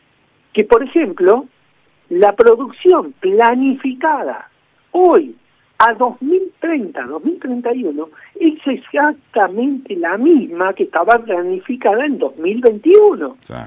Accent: Neuquén, Argentina; Soy neuquino, Neuquén capital, mi familia, una de las primeras de la provincia

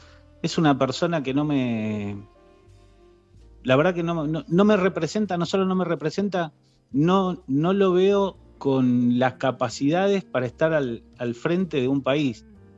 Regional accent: Buenos Aires, Argentina; now in Santa Rosa, Argentina; nosotros nos vinimos de Buenos Aires, toda la familia a vivir acá a Santa Rosa, La Pampa.

